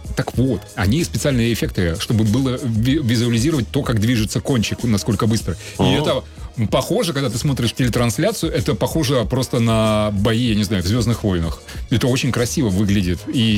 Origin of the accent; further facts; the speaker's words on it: Russia; я имею в виду россияне.